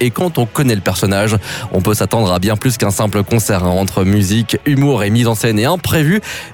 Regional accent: Belgium

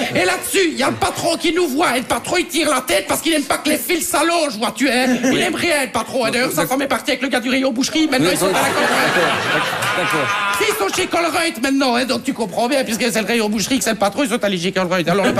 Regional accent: Belgium; Je suis belge, je suis en crise.

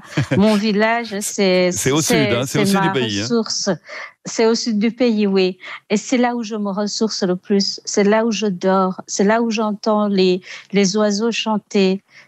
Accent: Burundi; born or raised there; moved away

